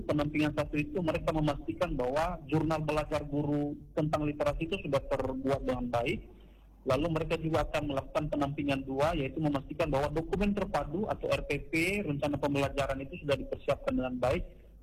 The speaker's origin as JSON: {"language": "Indonesian", "area": "Nias", "region": "North Sumatra", "country": "Indonesia", "tie": "born there", "said": "kita fasilitator produk asli dari Nias ini"}